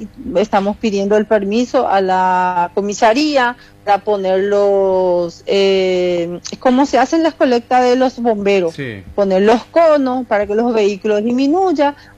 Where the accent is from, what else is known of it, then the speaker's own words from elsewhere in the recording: Itapúa, Paraguay; Mis padres vinieron y después en el 85 yo nací acá. Entonces toda mi vida, yo soy de Pengo.